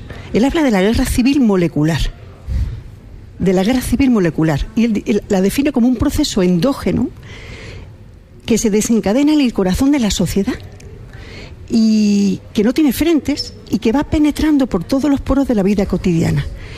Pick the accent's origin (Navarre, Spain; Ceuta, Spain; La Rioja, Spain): Ceuta, Spain; Mira, yo vengo de Ceuta. Ceuta es un sitio que ahora mismo es un escenario de una guerra del siglo XXI o de un conflicto híbrido, de un drama huma